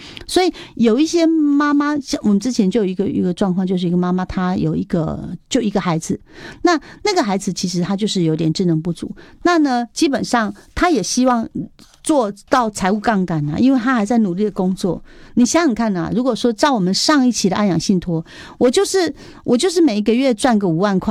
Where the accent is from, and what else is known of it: Taiwan